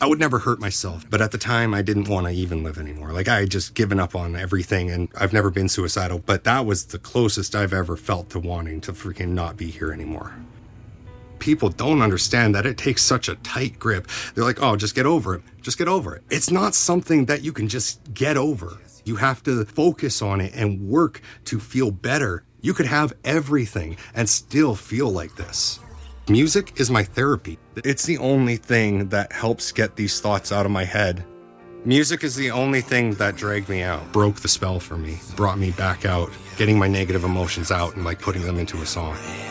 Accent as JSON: {"language": "English", "town": "Burnaby", "region": "British Columbia", "country": "Canada", "tie": "born or raised there", "also_born_or_lived": "Surrey", "said": "I grew up in Burnaby, BC, outside of New Westminster. It's near Vancouver. It's all the same area. Then I moved to Surrey."}